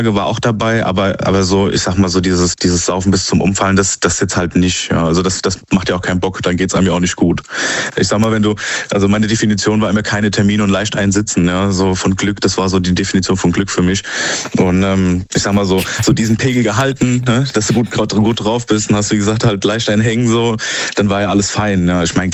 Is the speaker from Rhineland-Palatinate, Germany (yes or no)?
yes; Rhineland-Palatinate, Germany; ich komme eigentlich aus Rheinland-Pfalz.